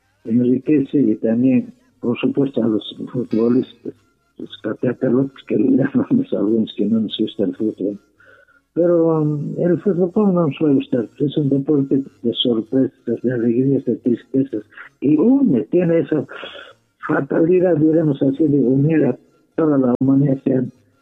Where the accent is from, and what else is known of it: Peru; first language Quechua; Spanish is a second language